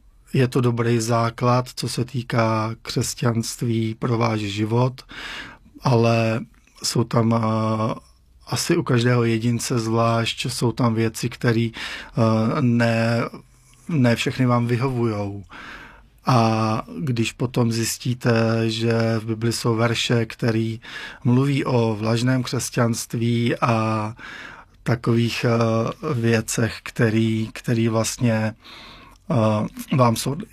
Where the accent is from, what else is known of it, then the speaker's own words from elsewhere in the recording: Chrast, Pardubice Region, Czechia; Jsem z Chrasti u Chrudimi.